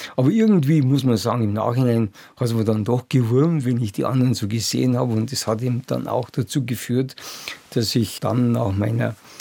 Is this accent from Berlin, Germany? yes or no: no; Bavaria, Germany; dass ich dann also in München hier so als Niederbayer mehr oder weniger rückständig eingruppiert wurde.